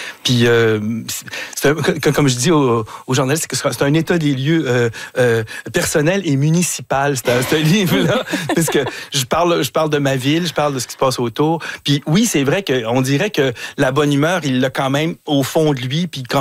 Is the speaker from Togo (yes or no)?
no; Montreal, Quebec, Canada; Je suis un vrai Montréalais né ici. J'ai jamais traversé les ponts, mais je suis presque, tu sais. Je suis toujours sur l'île.